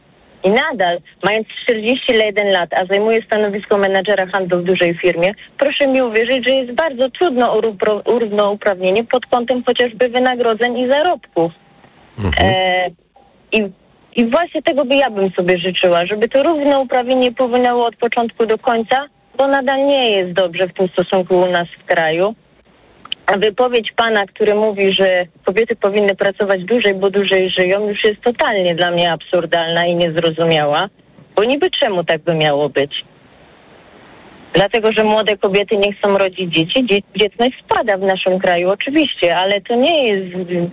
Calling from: Ciechocinek, Kuyavian-Pomeranian Voivodeship, Poland; z Ciechocinka, mam 41 lat.

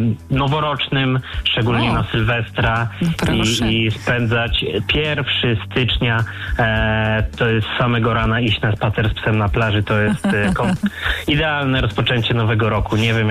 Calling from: Świętokrzyskie Voivodeship, Poland; Sam jestem ze Świętokrzyskiego i tamtych okolic

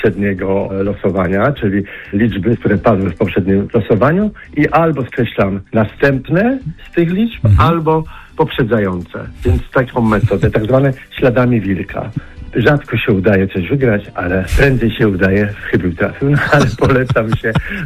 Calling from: Kraków, Lesser Poland, Poland; dzwonię z Krakowa.

